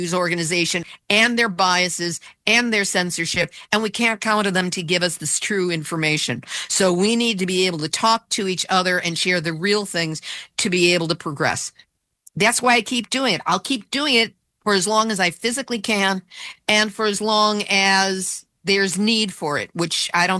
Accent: Chicago, Illinois, United States; I grew up in Chicago.

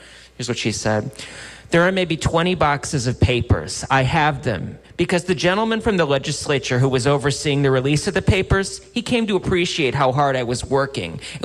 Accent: New Orleans, Louisiana, United States; it downed the power lines to my hometown of New Orleans, which sweltered without electricity in the heat of midsummer.

